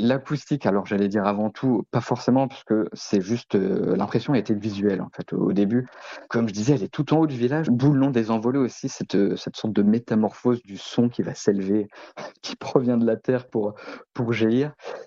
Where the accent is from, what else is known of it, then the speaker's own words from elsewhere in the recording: Lannion, Brittany, France; Moi, en fait, je suis originaire de Lannion, un tout petit peu au nord de Lokenvel, de Belle-Île-en-Terre.